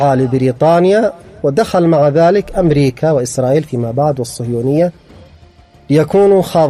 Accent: Yemen; بلدنا اليمن

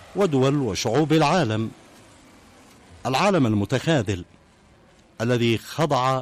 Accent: Yemen; بلادنا اليمن،

